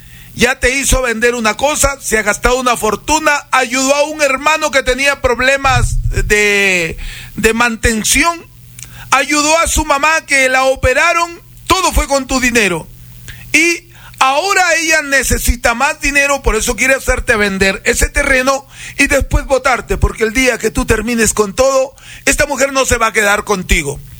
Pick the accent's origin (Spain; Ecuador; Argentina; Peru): Ecuador; Riobamba, Chimborazo; Y nosotros somos de Riobamba, querido hermanito de mi vida.